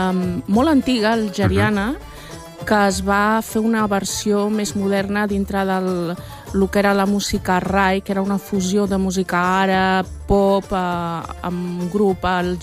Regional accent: Catalonia, Spain; jo sóc catalana, espanyola, no tinc nostàlgia del Marroc

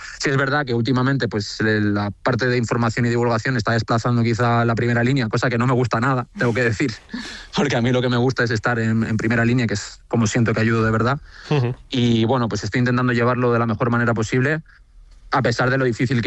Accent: Canary Islands, Spain; also born or lived in San Sebastián; Yo me crié en Fuerteventura, soy de Donostiarra, pero me crié en Fuerteventura.

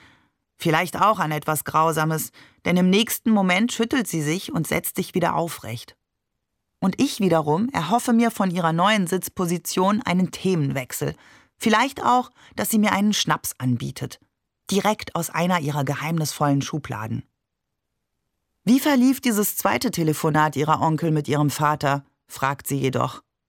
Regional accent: Saarbrücken, Saarland, Germany; Wo auch immer wir Heiligabend verbrachten, bei uns in Saarbrücken gab es jedes J

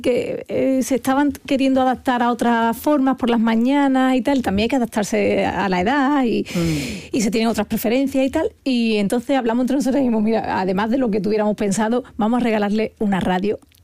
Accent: Andalusia, Spain; yo estoy loca por mi tierra, porque los andaluces han demostrado a lo largo de la historia que tienen una capacidad de sacrificio tremenda

